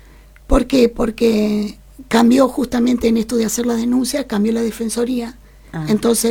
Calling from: Neuquén, Argentina; yo vivo en Neuquén.

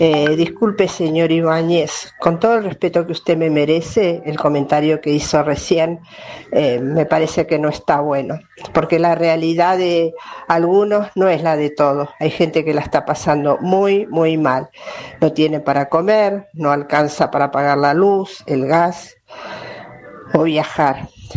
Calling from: Argentina; nos merecemos los argentinos tener esta alegría con todo lo que uno está pasando. Yo soy una jubilada

